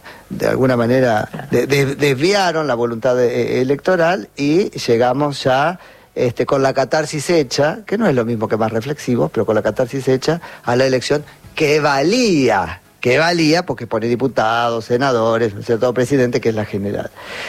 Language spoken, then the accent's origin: Spanish; Argentina; pagamos carísimo como argentinos